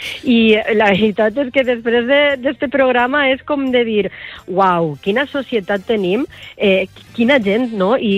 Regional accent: Valencian Community, Spain; Com som els valencians

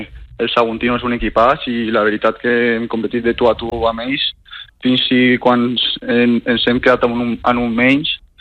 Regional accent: Valencia, Valencian Community, Spain; Sí, la verdad que yo me crié en San Marcelino

